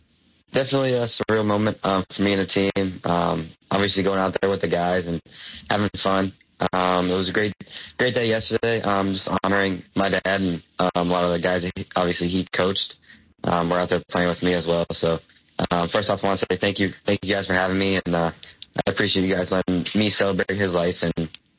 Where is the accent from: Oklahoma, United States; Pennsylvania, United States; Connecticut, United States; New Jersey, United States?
Connecticut, United States; growing up around the Yale community for 16 years of my life when he was a head coach